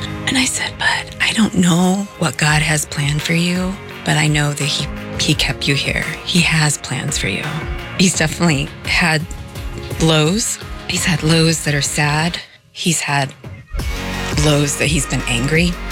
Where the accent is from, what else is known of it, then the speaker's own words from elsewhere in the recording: Phoenix, Arizona, United States; I'm Easton's mom. We are from Phoenix.